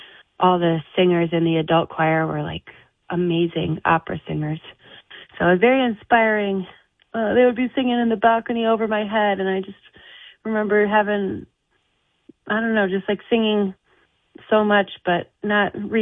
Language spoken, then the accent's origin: English; New York, United States; Yeah, so I'm from Western New York. I'm from a suburb of Rochester, New York.